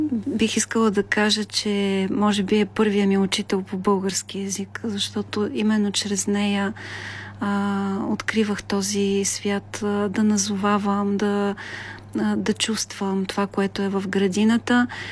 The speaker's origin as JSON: {"language": "Bulgarian", "town": "Novo Selo", "region": "Ruse Province", "country": "Bulgaria", "tie": "born or raised there", "moved": "yes", "said": "това е Северна България, около Русе, на 20-тина километра, родното ми село, Ново село, в което не съм се връщала по ред причини от 9 години."}